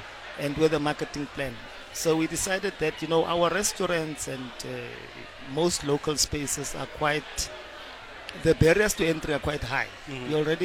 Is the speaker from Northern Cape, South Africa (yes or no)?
yes; Northern Cape, South Africa; I'm from the Northern Cape originally.